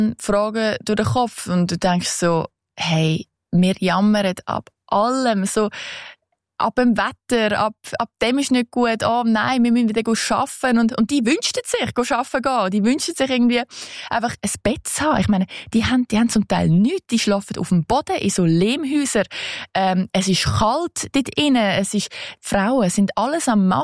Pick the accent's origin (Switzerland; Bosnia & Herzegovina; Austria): Switzerland; now in New York, United States; wenn du so als Schweizer in den Tee gehst und keine Ahnung hast